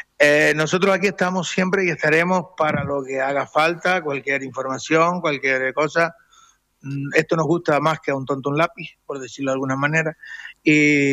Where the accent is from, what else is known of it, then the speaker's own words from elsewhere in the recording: La Laguna, Canary Islands, Spain; De hecho, yo soy de La Laguna también, y en mi calle yo tengo aparcamiento para poderlo poner